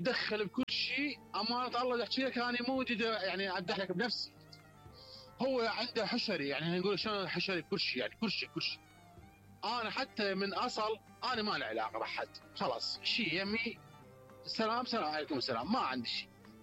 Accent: Baghdad, Baghdad Governorate, Iraq; والله اني انا من بغداد، بس انا اتصل من محافظات، شغل بالمحافظات، فاتصل من محافظات.

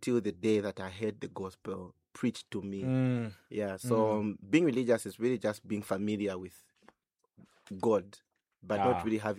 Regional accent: Zambia; growing up in Zambia

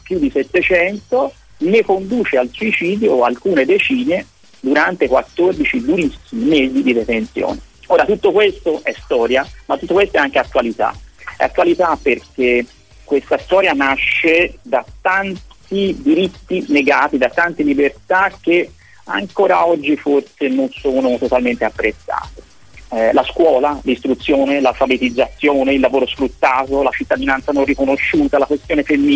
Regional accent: Florence, Tuscany, Italy; now in Cagliari, Italy; io sono fiorentino ma mi sento cagliaritano a tutti gli effetti da più di 25 anni.

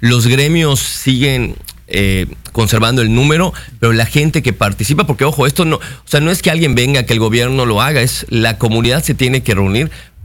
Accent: Mérida, Yucatán, Mexico; nosotros como, digamos, yucatecos, como meridanos

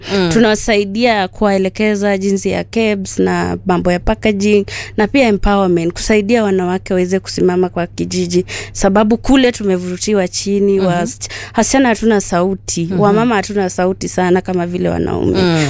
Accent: Bungoma, Bungoma County, Kenya; born there; Bungoma ndio mahali ambapo nimezaliwa

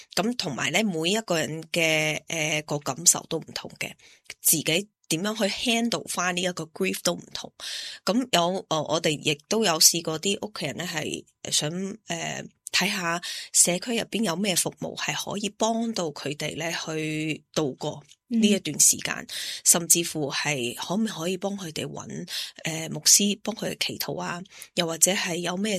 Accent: Australia; born or raised there

